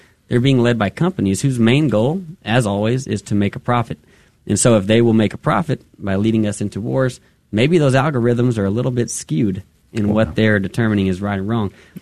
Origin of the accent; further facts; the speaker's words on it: United States; we as American citizens have been entrusted with quite a bit. And we as Catholics have been entrusted with so much more.